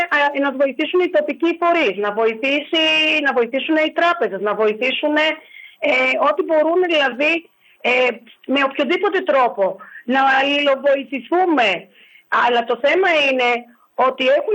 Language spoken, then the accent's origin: Greek; Ptolemaida, Western Macedonia, Greece; Είμαι υπερήφανη που είμαι γυναίκα, μητέρα και κάτοικος της Πτολεμαϊδός. Πιστεύω ότι η πόλη μου αξίζει και μπορεί να γίνει πολύ πιο καλύτερη.